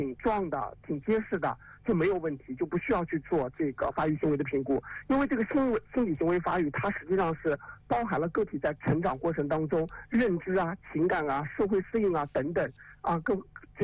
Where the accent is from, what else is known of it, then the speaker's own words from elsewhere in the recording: China; 我们中国人可能经常会说贵人语迟，对吧？